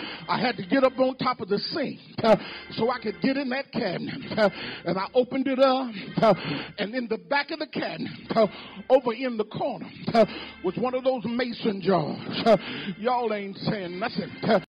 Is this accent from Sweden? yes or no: no; St. Louis, Missouri, United States; I'm from St. Louis.